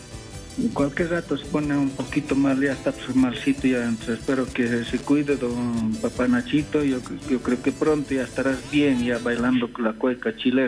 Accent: Independencia, Cochabamba, Bolivia; born there; moved away; saludar a mi pueblo, provincia de Puebla, municipio de Independencia, que es Distrito 8

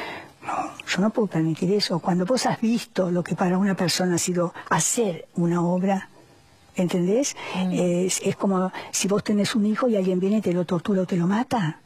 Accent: Cuba; Yo soy cubano, soy abogado

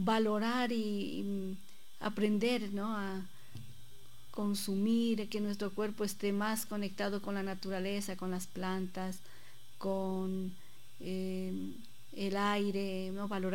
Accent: Pujilí, Cotopaxi, Ecuador; born there; moved away; also born or lived in Aguarico; Yo nací en La Merced, ¿no? En La Merced, pero después mi papá ahora vive en Isinche Grande.

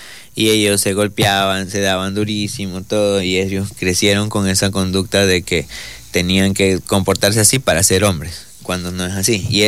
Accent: Manabí, Ecuador; Yo soy de Manabí

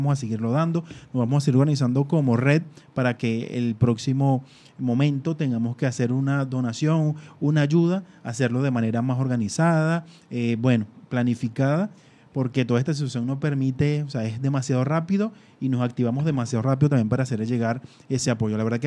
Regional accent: Venezuela; somos venezolanos, somos hermanos, somos uno solo

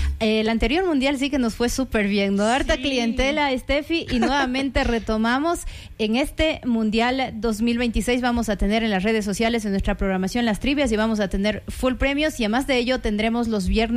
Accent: Ecuador; sí nos falta mucho trabajar en esa parte como ecuatorianos.

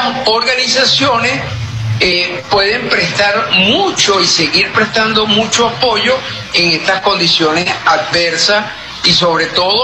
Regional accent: Venezuela; Valoramos la solidaridad como venezolanos.

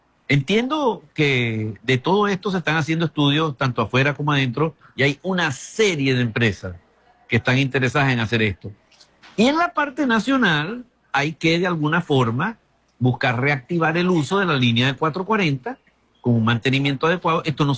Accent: Venezuela

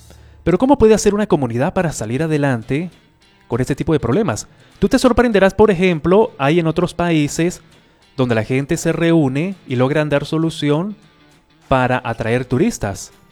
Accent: Venezuela

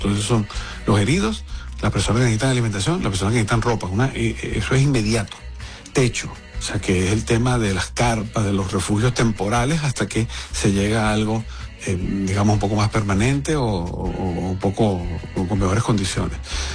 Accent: Venezuela; que podamos seguir atendiendo a las personas como todos, como venezolanos

